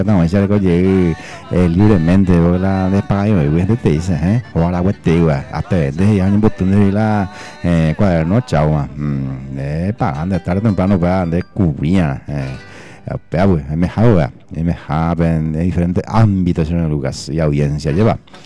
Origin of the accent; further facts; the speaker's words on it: Paraguay; como buen paraguayo, paraguaya